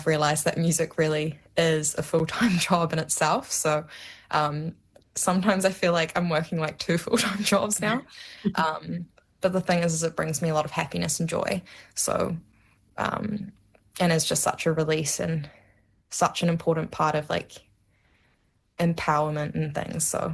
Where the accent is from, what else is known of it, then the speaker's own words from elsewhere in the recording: Amsterdam, North Holland, Netherlands; moved away; I am from Holland